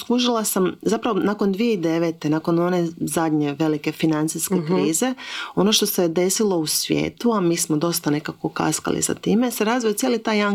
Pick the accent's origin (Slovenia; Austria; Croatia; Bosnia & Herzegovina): Croatia; kod nas u Hrvatskoj